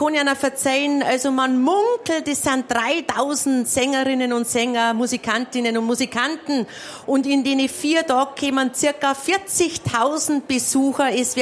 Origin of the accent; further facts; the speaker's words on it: Bavaria, Germany; das ist nämlich meine Heimat auch, ich komme aus dem Chiemgau.